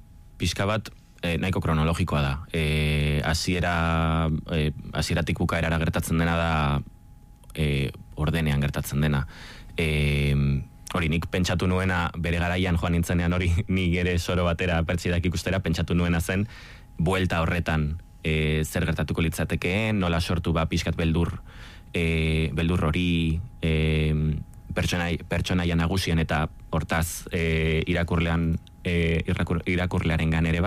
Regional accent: Vitoria-Gasteiz, Basque Country, Spain; ni gasteiztarra naiz, ni kalekumea naiz ere bai.

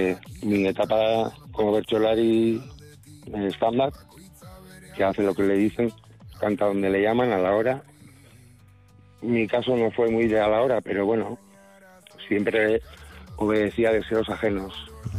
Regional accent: Basque Country, Spain; also born or lived in Portugal; Yo me considero portugués, euskaldun

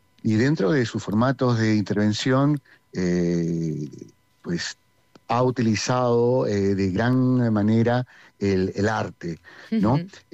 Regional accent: Peru; now in Bilbao, Spain; yo soy peruano, soy nacido en Perú, pero bueno, mi familia es de aquí.

